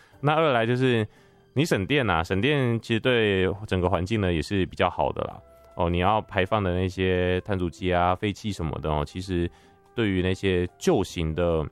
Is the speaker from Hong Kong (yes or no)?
no; Taiwan; 那我们台湾人呢，虽然已经习惯了哈